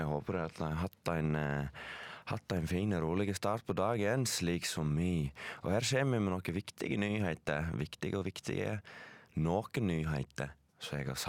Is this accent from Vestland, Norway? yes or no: yes; Leikanger, Vestland, Norway; Leikanger der jeg kommer fra